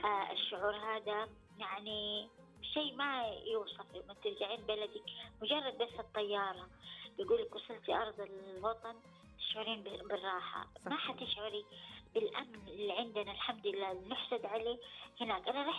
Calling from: Mecca, Makkah Province, Saudi Arabia

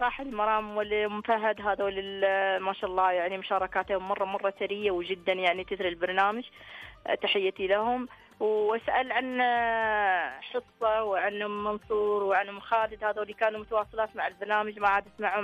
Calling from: Taif, Makkah Province, Saudi Arabia; في الطايف.

